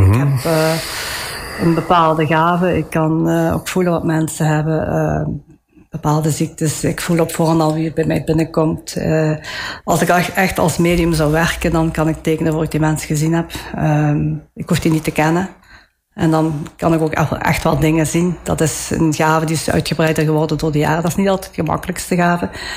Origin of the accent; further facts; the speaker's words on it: Italy; Ja, ik ben Italiaans, maar